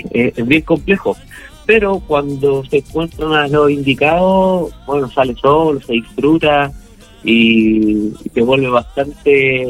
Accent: Valparaíso, Chile; Somos oriundos de la zona centro. Ya, Somos directamente de Valparaíso y Viña del Mar.

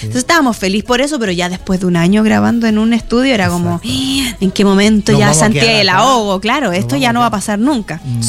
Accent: La Pintana, Santiago Metropolitan Region, Chile; sabiendo de dónde nací, que me crié en la comuna de La Pintana, amo mi comuna, me preguntan de dónde soy, yo soy de La Pintana.

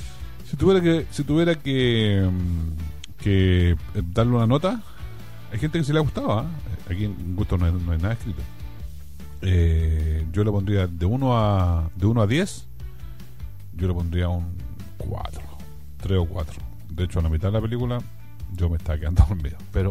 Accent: Villa Alemana, Valparaíso, Chile; para los que somos de Villa Alemana, Peña Blanca. Pueden ir a ese cine y lo van a pasar un rato agradable.

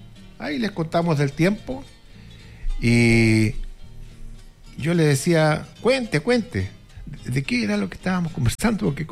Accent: Chile; Pues, somos chilenos, pues.

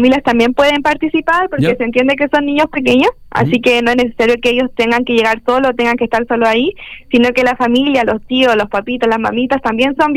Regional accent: Valparaíso, Chile; Vamos a hablar de nuestra identidad como porteños, ¿ya?

